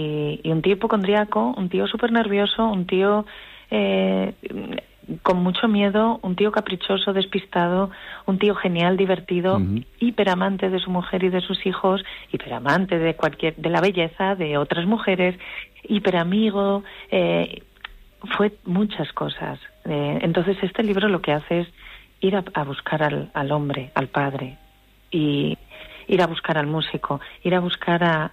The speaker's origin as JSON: {"language": "Spanish", "town": "Santander", "region": "Cantabria", "country": "Spain", "said": "yo soy de Santander"}